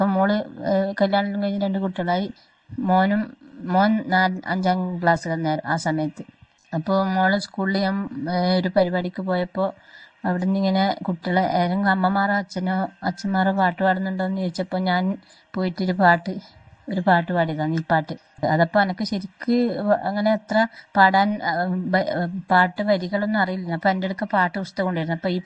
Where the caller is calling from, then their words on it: Kollam, Kerala, India; കൊലത്ത് വയലിന്ന്